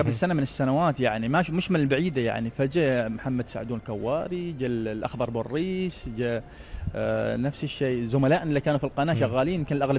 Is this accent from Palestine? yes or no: no; Oman; عن بلادنا عمان وعن صلالة